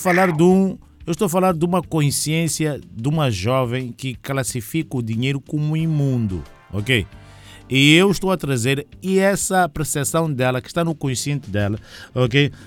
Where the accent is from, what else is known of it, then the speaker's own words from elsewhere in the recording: Mozambique; born there; Eu nasci português, mas agora sou moçambicano, ok? Nasci numa terra que era portuguesa, mas depois agora já não sou mais português, sou moçambicano.